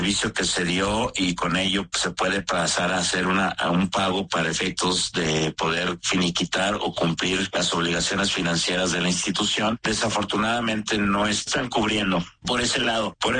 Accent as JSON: {"language": "Spanish", "country": "Mexico", "said": "todos como mexicanos terminamos pagando"}